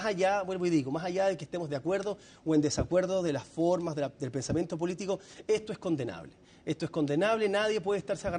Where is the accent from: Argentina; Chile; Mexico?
Chile; Obviamente como chileno creo que los aranceles nos perjudican a nosotros y perjudican a otras economías pequeñas.